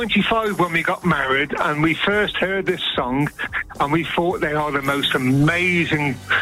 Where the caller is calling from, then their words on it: Droitwich Spa, West Midlands, United Kingdom; I'm calling from a wonderful little town called Droitwich Spa.